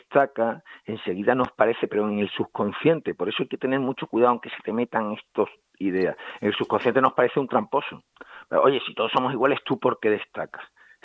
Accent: El Puerto de Santa María, Andalusia, Spain; mi pueblo, que es el Puerto de Santa María

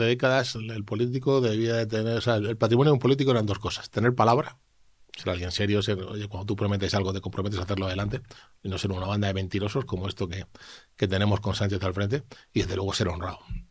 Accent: La Unión, Region of Murcia, Spain; yo me he formado en un pueblo en el que la minería todavía existía

